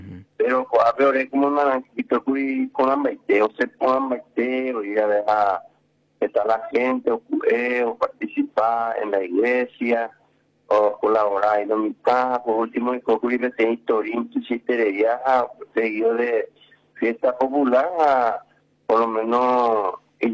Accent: Paraguay

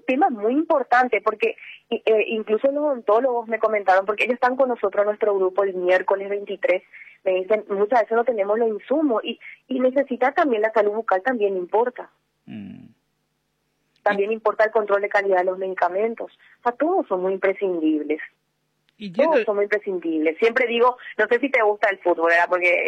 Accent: Paraguay; sino como paraguaya, como mujer paraguaya, esa es mi pregunta.

